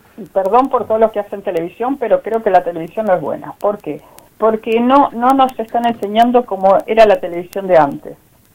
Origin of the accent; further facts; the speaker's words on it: Río Gallegos, Santa Cruz, Argentina; moved away; quiero ir a Gallegos, quiero ir a visitar mi tierra.